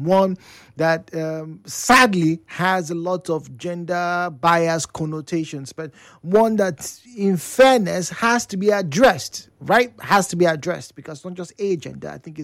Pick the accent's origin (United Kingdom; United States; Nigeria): Nigeria; it's something that, as a Nigerian, and maybe as a human being, and probably as an African human being, you know, you probably have had a personal experience.